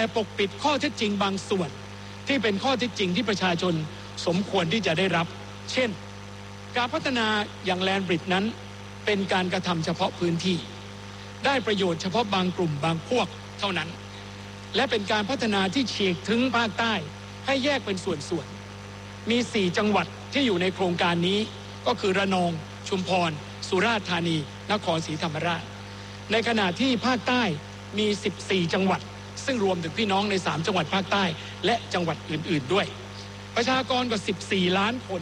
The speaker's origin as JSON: {"language": "Thai", "region": "Southern Thailand", "country": "Thailand", "tie": "born there", "said": "ผมเป็นคนปากใต้ครับผมเกิดที่นั่นญาติพี่น้องของผมอยู่ที่นั่นมีคนที่เรารู้จักเป็นเพื่อนฝูงเป็นญาติมิตรคนที่รู้จักกันทั้ง14จังหวัดภาคใต้"}